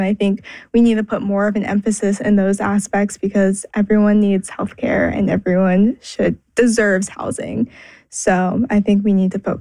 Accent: Indianapolis, Indiana, United States; No, I'm from Indianapolis.

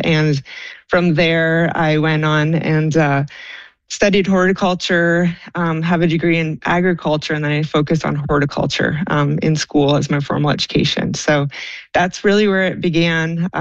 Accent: Chepstow, Ontario, Canada; moved away as an adult; Yeah, I'm actually from Canada in a very rural town of 200 people called Chepstow, Ontario, up by Lake Huron.

